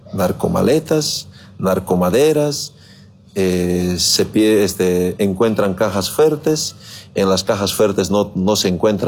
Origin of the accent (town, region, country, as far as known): Bolivia